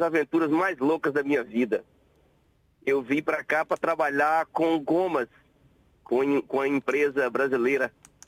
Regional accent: Teófilo Otoni, Minas Gerais, Brazil; Bem pertinho de BH. Eu sou de uma cidade chamada Teófilo Otoni.

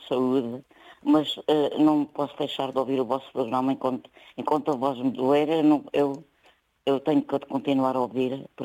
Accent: Peixoso, Castelo Branco, Portugal; also born or lived in Covilhã; nasci na Covilhã, no hospital da Covilhã. Mas sou daqui de uma vila bem perto, que é o Peixoso.

